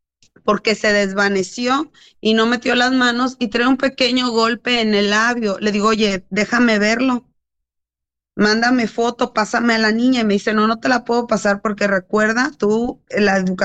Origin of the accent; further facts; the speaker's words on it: Ciudad Mante, Tamaulipas, Mexico; Yo soy de Ciudad Mante.